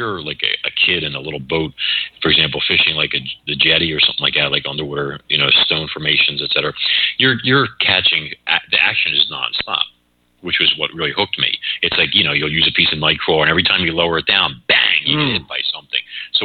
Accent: Philadelphia, Pennsylvania, United States; also born or lived in Brooklyn; But we moved to Philadelphia when I was like, you know, 3 or 4 years old. So I grew up in Philly.

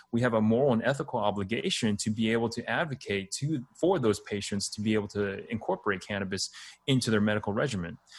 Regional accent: Texas, United States; because I was born and raised in Texas. And so, you know, cannabis has, you know, been heavily stigmatized in Texas.

